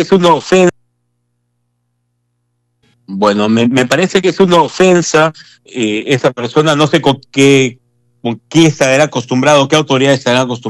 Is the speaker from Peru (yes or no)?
yes; Islay province, Arequipa, Peru; moved away